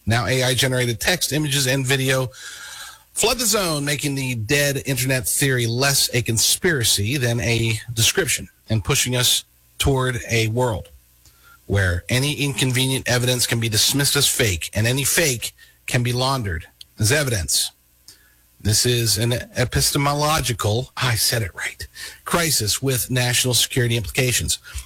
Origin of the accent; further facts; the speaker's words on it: United States; We are American citizens.